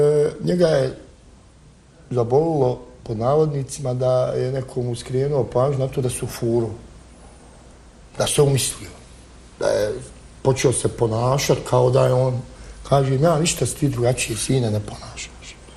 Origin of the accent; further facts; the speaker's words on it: Bosnia & Herzegovina; bio sam samo ja kao Bosanac